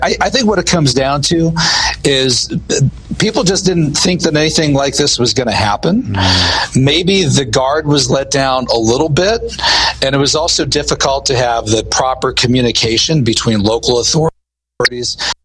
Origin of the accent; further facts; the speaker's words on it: Butler, Pennsylvania, United States; I'm actually from Butler, Pennsylvania.